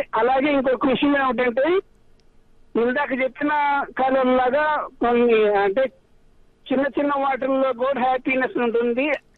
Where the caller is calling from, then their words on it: Guntur, Andhra Pradesh, India; నేను గుంటూరు నుంచి … మాట్లాడుతున్నానండి.